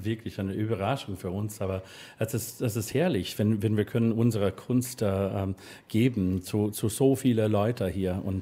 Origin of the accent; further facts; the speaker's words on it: Vienna, Austria; accent: Viennese; now in Berlin, Germany; Jahre in Berlin. So. Mhm. Ja, manchmal das Wienerisch kommt da draußen so.